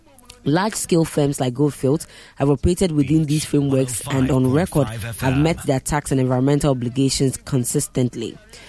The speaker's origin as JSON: {"language": "English", "country": "Ghana", "said": "As a Ghanaian, I support any strategy that helps our country capture greater value from its natural resources."}